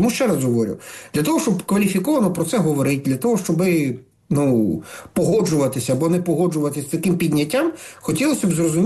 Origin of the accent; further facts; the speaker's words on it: Kyiv, Ukraine; ми всі кияни, правда? Ми ж всі платимо тут податки, ми всі живемо в тому місті.